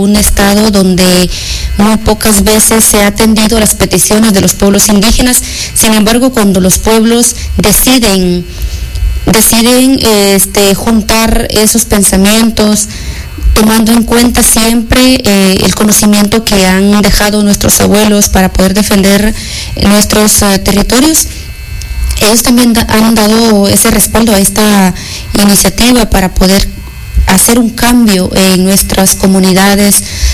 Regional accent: Guatemala; así también los derechos que nos corresponden como ciudadanos guatemaltecos

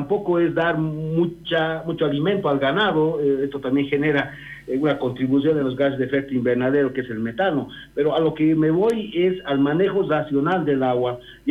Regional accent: Toledo, Oruro, Bolivia; yo también vengo del sector de Toledo

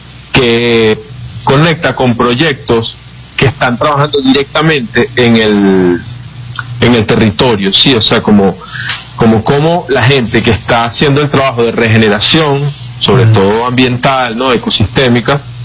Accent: Venezuela

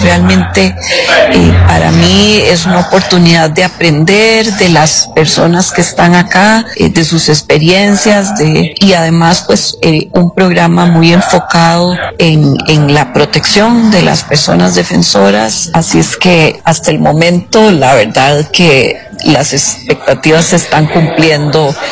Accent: Costa Rica; yo soy de Costa Rica, representante electa del público para el Acuerdo de Escazú

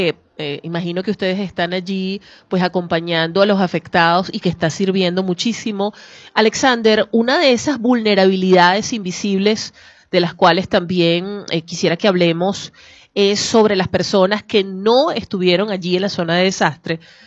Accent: Venezuela; como venezolanos y hermanos

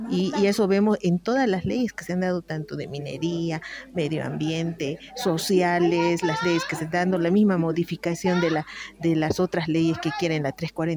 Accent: El Carmen Rivero Tórrez, Santa Cruz, Bolivia; Soy del municipio de El Carmen Rivero Torres, al sudeste del país.

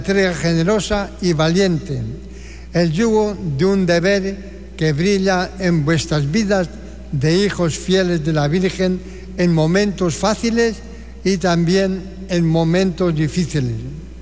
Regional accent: Venezuela

